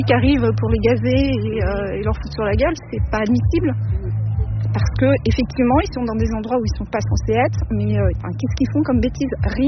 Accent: Île-de-France, France; je viens du Val-de-Marne, je suis la maman de l'un des participants et j'ai 53 ans.

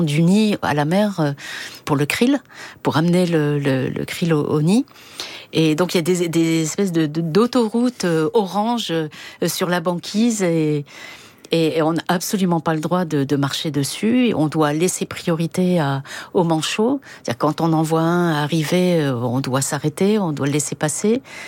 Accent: France; chez nous, en France

